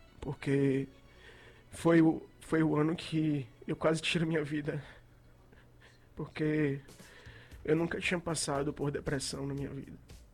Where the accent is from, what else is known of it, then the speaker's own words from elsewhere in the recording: Cruz das Almas, Bahia, Brazil; moved away as an adult; now in Salvador, Brazil; quando eu cheguei em Salvador, eu sou de Cruz das Almas, você já disse aí, e eu cheguei aqui em Salvador no ano de 2004 para estudar.